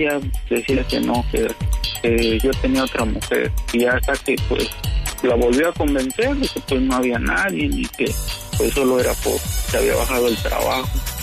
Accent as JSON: {"language": "Spanish", "town": "Pachuca", "region": "Hidalgo", "country": "Mexico", "tie": "born or raised there", "lives_now": "Florida, United States"}